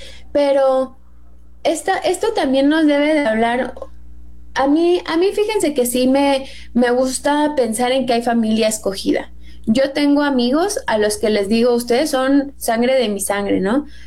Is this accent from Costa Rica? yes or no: no; Mexico; born there; sí, soy mexicana, porque soy mexicana de nacimiento y de corazón y de todo, ¿no?